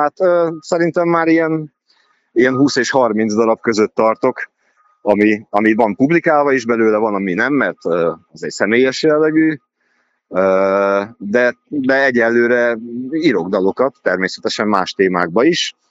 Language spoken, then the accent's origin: Hungarian; Gyomaendrőd, Békés, Hungary; now in Békésszentandrás, Hungary; Nagyon szerettem Gyomendrődön is, hiszen én ott nőttem föl, tehát én 26 és fél évet ott Gyomendrődön dolgoztam, vonultam.